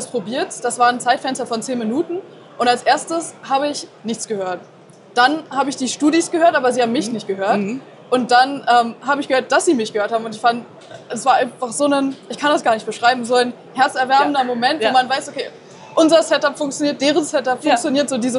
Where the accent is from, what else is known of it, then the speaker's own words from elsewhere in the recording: Berlin, Germany; Ich komme aus Berlin, deswegen fand ich sehr cool.